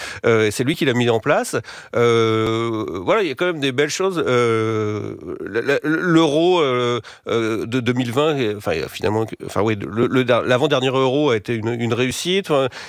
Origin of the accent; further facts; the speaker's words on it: France; Et moi, en tant que Français, c'est vrai que je ne savais pas.